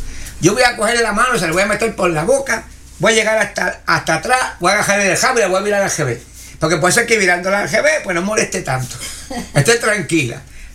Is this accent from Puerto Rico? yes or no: yes; Corozal, Puerto Rico; born there; aquel pintor de mi pueblo, colosaleño